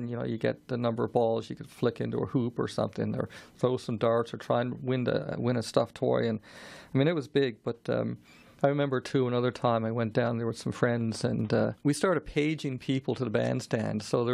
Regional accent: Newfoundland and Labrador, Canada; now in Calgary, Canada; day trying to describe the numerous cultural and other differences between Calgary, Alberta, and where I grew up in Newfoundland.

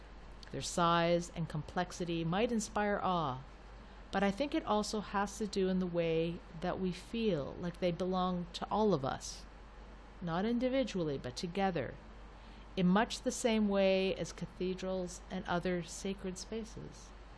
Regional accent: Toronto, Ontario, Canada; In my hometown in Toronto

